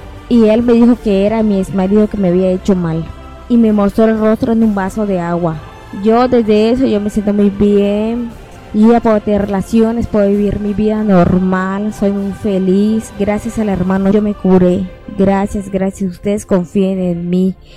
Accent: Chetumal, Quintana Roo, Mexico; Yo soy de Chetumal y trabajo en el mercado.

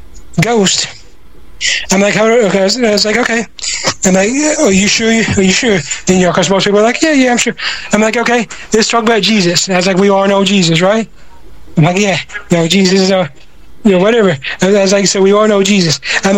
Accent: Bible Belt, United States; born or raised there

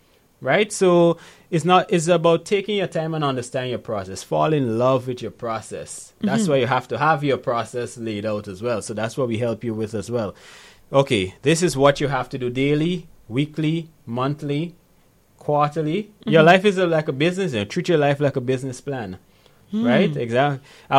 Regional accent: Guyana; born there; I remember when I just moved back to Guyana in 2016. Right, I was born in Guyana, by the way.

